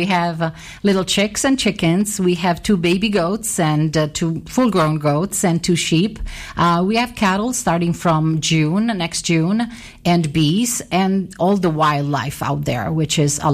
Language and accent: English; Assisi, Umbria, Italy; moved away; I was born and raised in Assisi, Italy